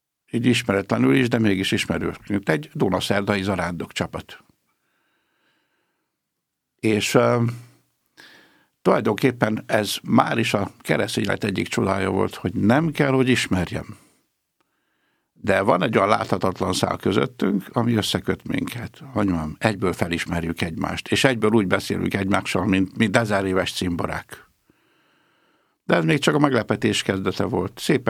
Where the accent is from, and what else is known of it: Domonyvölgy, Pest, Hungary